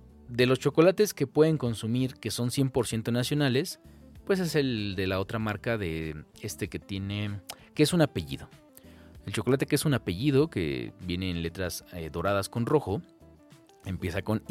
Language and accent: Spanish; Mexico